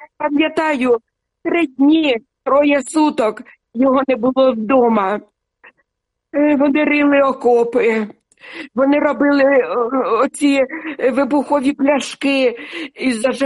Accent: Sumy, Sumy Oblast, Ukraine; born or raised there; now in Denmark

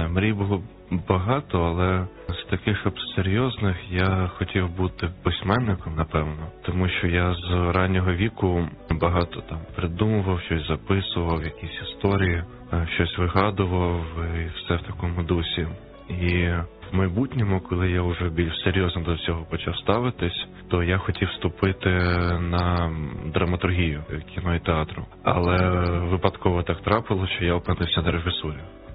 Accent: Kyiv, Ukraine; born there; Я народився в Києві, тут і живу.

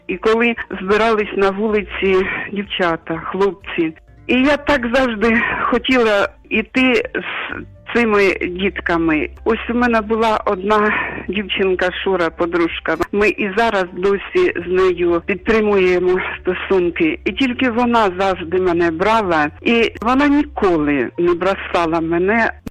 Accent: Vasyshcheve, Kharkiv Oblast, Ukraine; Я народилась в селі під Харковом, в Васищевах. Ми жили в селі.

